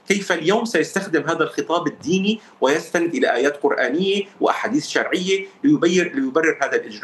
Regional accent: Syria; نحن كسوريين

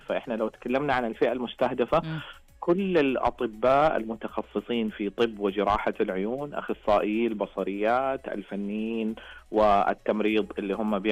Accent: Saudi Arabia; احنا عندنا في السعودية

